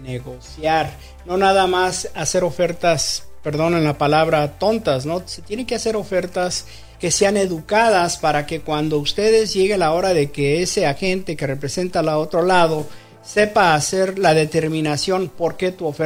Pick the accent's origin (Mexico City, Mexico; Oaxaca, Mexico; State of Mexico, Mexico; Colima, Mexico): Mexico City, Mexico; Bueno, yo soy de una ciudad. Dicen que soy chilango